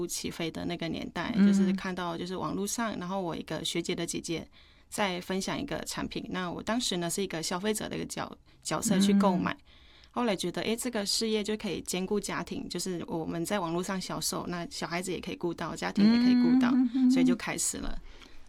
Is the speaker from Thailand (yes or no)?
yes; Chiang Rai, Thailand; Chinese is a second language; moved away as an adult; now in Taiwan; 后来就是落地生根，变成台湾的媳妇。那我的家乡呢是在台北最北部的青莱